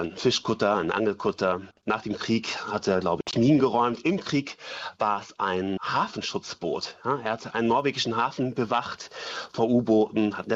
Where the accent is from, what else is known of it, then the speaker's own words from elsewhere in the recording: Eckernförde, Schleswig-Holstein, Germany; der letzte KFK meiner Heimatstadt, Eckernförde, wo es in den letzten 80 Jahren 18 KFKs gegeben hat, gerade verschwindet.